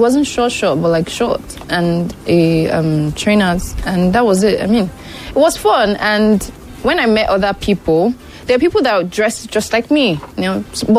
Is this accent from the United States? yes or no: no; Nigeria; Are you a Nigerian? Yes, I am.